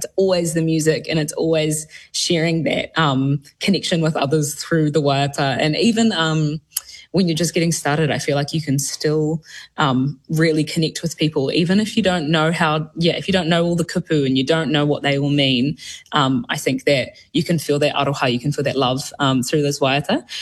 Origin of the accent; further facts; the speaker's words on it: Southland, New Zealand; I grew up in Southland. Down there, grew up in a really little rural town. And down there, there's not a lot of reo. And in my whānau, there's not a lot of reo.